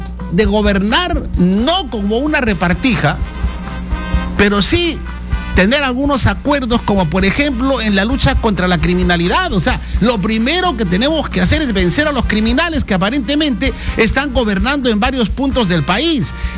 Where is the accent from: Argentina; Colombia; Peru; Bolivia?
Peru; Trujillo, La Libertad; Bienvenidos a todos ustedes a Trujillo, a la libertad, a mi tierra.